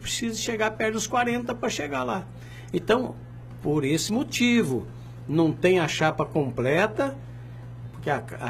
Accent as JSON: {"language": "Portuguese", "region": "Araguaia region", "country": "Brazil"}